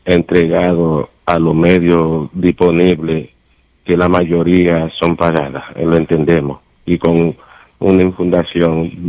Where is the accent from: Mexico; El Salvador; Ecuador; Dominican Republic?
Dominican Republic; now in United States